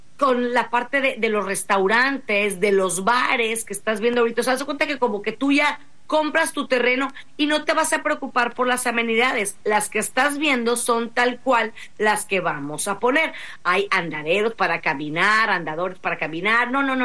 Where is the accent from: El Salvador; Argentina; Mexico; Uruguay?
Mexico; Monterrey, Nuevo León; now in Yucatán, Mexico; Yo que soy de acá, tú sabes que yo soy regia